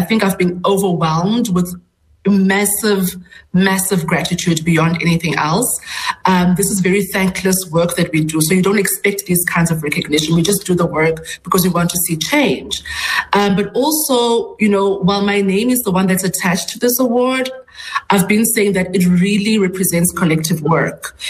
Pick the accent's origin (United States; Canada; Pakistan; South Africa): South Africa; Port Elizabeth, Eastern Cape; I was born in Port Elizabeth, and I come from one of the most, you know, less privileged communities